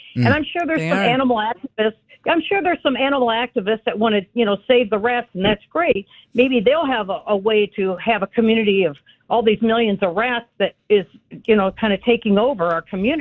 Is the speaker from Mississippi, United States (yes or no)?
no; Indiana, United States; now in Crown Point, United States; I lived on a farm for a number of years growing up from Indiana